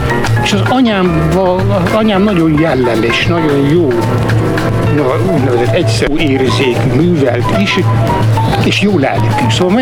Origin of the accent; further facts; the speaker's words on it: Tolna, Hungary; Minden falutól messze első puszta az, ahol én születtem, Rátszeg, Felső Rátszegre, ezt a Simon Tornya és Sárszent Lőrinc között. Ott volt az apám uradalmi főgépész.